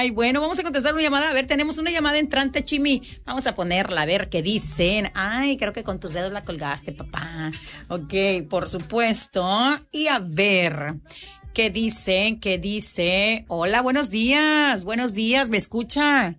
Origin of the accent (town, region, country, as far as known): Chiapas, Mexico